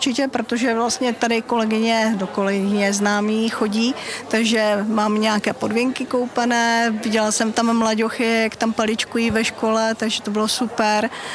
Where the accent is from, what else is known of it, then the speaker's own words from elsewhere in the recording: Beskydy, Czechia; Den, ne, my jsme až z Beskyt.